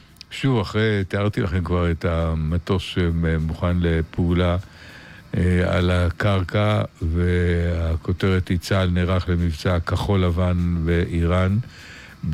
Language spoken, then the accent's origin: Hebrew; Rehovot, Central District, Israel; מרחובות, עיר הולדתי